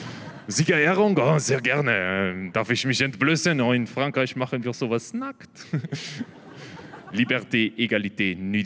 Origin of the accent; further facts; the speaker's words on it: Austria; Bin ich als Österreicher Experte.